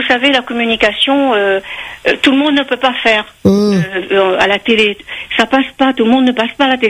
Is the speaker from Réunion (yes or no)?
yes; Réunion; born there; je suis créole, je suis née ici, je suis réunionnaise. Ma grand-mère parlait créole, mais vraiment pure et tout.